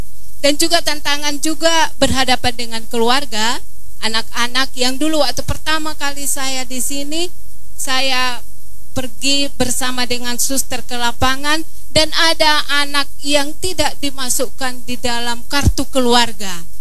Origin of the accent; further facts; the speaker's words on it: North Sumatra, Indonesia; Saya dari Sumatera, orang Batak.